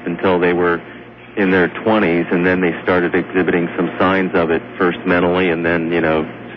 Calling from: Harrisburg, Pennsylvania, United States; I'm calling from Harrisburg, Pennsylvania.

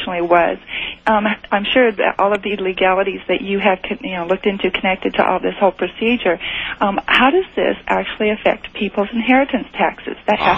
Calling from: Puyallup, Washington, United States; I'm calling from Puyallup, Washington.

